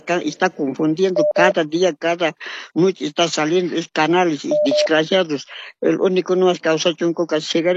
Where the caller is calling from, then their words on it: Tiquipaya, Cochabamba, Bolivia; Estoy llamando aquí Cochabamba, Tiquipaya